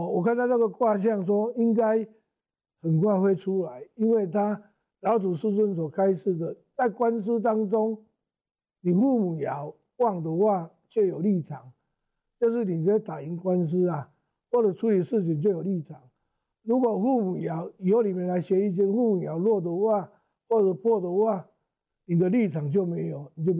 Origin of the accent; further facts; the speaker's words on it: Taiwan; 我们台湾人